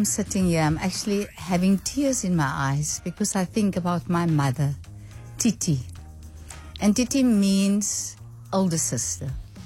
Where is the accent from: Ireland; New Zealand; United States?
New Zealand; Wellington; born there; And when I was born in Wellington